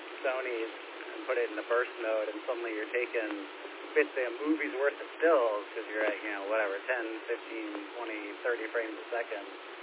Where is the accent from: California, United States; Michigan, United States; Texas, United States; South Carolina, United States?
Texas, United States; Mansfield; I grew up in Mansfield